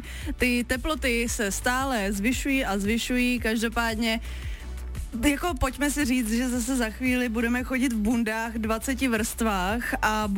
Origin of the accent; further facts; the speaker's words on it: Liberec, Liberec Region, Czechia; jsem fakt rodačka z Liberce